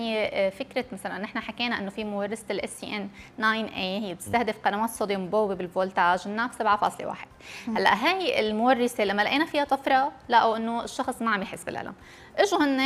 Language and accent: Arabic; Syria; يعني حالة كانت عندنا بسوريا